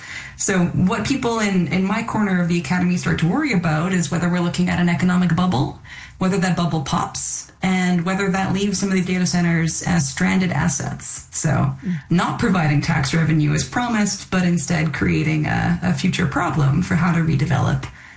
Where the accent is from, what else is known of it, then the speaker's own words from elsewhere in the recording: Alberta, Canada; moved away; I come from Alberta, and out in the prairies